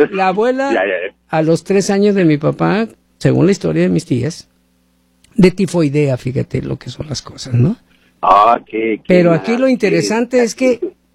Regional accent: Sonora, Mexico; yo soy de Sonora, de los Altos de Sonora

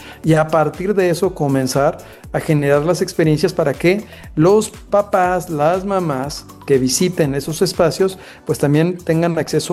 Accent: Ensenada, Baja California, Mexico; que por cierto es de Tierra Bendita, de donde yo soy, ya de Baja California, ensenadense.

